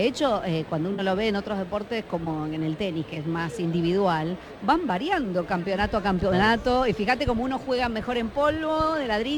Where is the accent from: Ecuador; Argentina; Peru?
Argentina